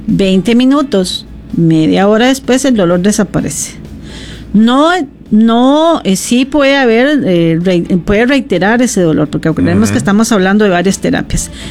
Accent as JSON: {"language": "Spanish", "country": "Costa Rica"}